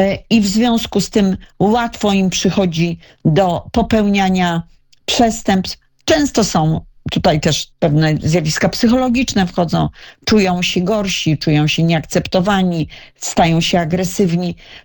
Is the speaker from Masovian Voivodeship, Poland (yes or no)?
yes; Radom, Masovian Voivodeship, Poland